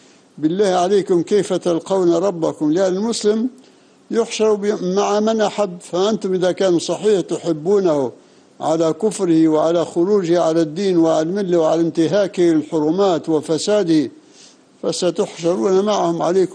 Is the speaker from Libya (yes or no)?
yes; Libya; المدارس عندنا في ليبيا